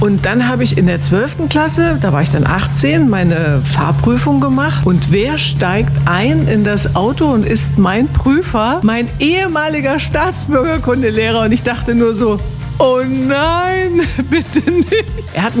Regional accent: East Germany, Germany; Ich stamme aus der DDR und war genau im Abi, als die Mauer gefallen ist.

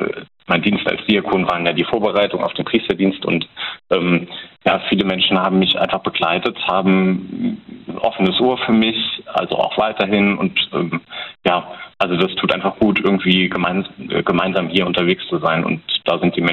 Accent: Trier, Rhineland-Palatinate, Germany; moved away as an adult; now in Bad Kreuznach, Germany; ursprünglich komme ich aus Trier.

